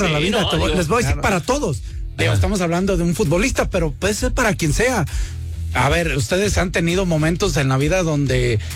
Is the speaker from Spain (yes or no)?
no; Mexico; nos identifica como mexicanos